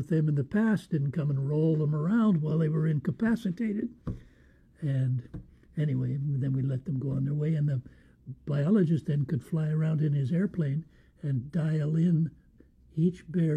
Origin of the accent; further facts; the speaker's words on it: Portland, Oregon, United States; born there; moved away as an adult; now in King Salmon, United States; I was born in Portland, Oregon.